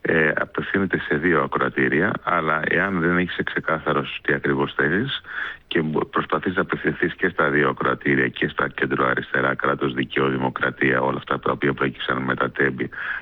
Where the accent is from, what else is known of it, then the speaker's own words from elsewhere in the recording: Aegina, Attica, Greece; υπάρχει από την … που έρχεται τακτικά στην Αίγινα, στην πατρίδα μου.